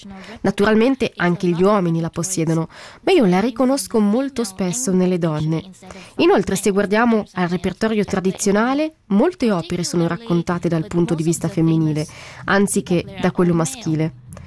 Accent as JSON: {"language": "Italian", "country": "Taiwan", "said": "Ciao a tutti. … vengo da Taiwan."}